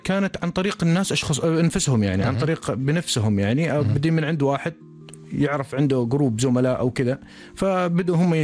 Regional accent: North Al Sharqiyah, Oman; moved away as an adult; now in Muscat, Oman; أنا الأساس أنا انطلقت من الشرقية بالذات من شمال الشرقية وانتقلت إلى مسقط في الفترات الأخيرة في 5 سنوات الأخيرة،

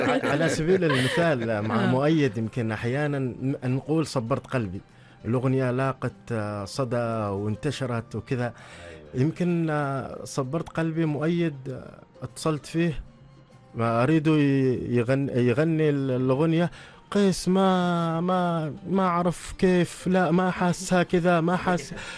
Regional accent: Dhofar, Oman

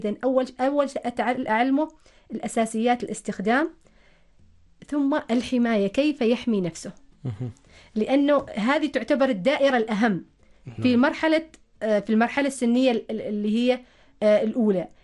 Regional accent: Oman; أنا مثلا كعماني كمسلم

